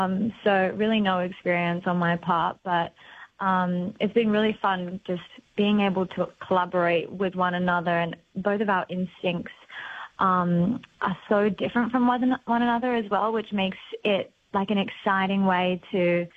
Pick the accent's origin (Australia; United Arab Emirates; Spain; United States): Australia; Campbelltown, New South Wales; I'm actually from Campbelltown, so not too far away from Wollongong.